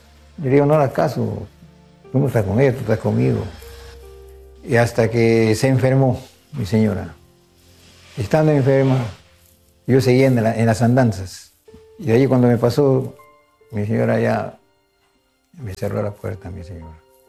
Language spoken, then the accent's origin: Spanish; Chicama Valley, La Libertad, Peru; moved away as an adult; now in Trujillo, Peru; Estuve en mi tierra, en mi pueblo, que es Valle Chicama